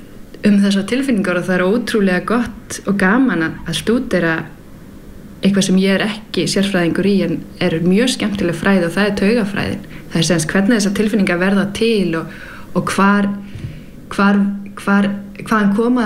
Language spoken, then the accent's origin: Icelandic; Denmark; now in Iceland; nú er ég alin upp í Danmörku og það er það mjög sjaldan að þú verður fyrir reiði í opinberu rými